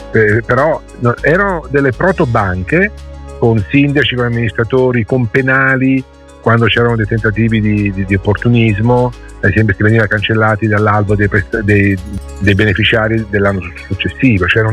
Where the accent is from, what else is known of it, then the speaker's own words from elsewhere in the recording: Roccafluvione, Marche, Italy; nel mio paese di origine, Rocca Fluvione, abbiamo trovato 14 monti frumentari